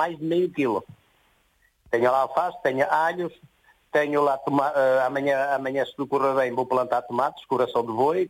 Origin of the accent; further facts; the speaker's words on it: Celorico de Basto, Norte, Portugal; E vivia no Porto, porque eu sou de Celúrico do Basto.